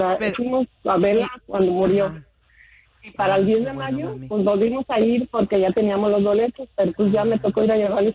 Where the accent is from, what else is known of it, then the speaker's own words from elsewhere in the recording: Michoacán, Mexico; Yo soy de Michoacán